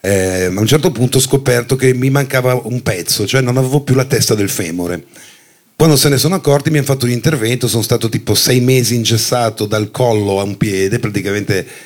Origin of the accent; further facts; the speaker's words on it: Genoa, Liguria, Italy; born there; sono nato a Genova.